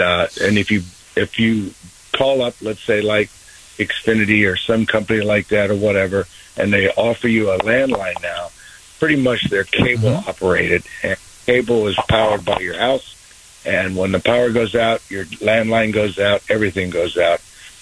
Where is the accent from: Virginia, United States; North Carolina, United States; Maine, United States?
Virginia, United States; moved away; I retired and moved back to my home where I grew up in Virginia.